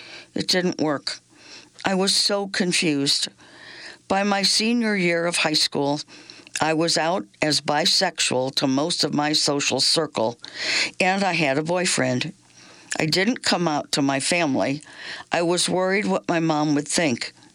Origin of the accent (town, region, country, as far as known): Columbia, Missouri, United States; born or raised there